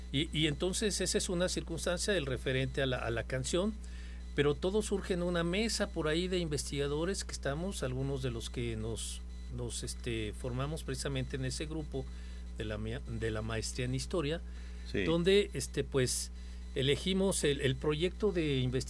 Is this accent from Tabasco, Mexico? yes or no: no; State of Mexico, Mexico; also born or lived in Jalisco; now in San Luis Potosí, Mexico; No, yo soy del Estado de México.